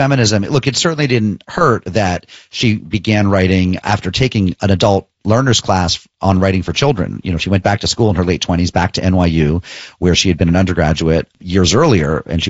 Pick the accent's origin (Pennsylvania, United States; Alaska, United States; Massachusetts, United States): Massachusetts, United States; Springfield; I think they were all by my bedside table growing up in Springfield, Massachusetts.